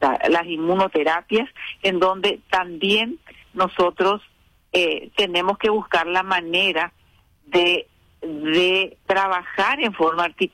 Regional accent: Paraguay; tenemos como ciudadano paraguayo

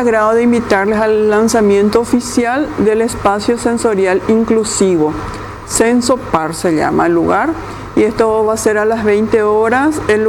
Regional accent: Paraguay; La deuda pendiente que tenemos como ciudadanos paraguayos.

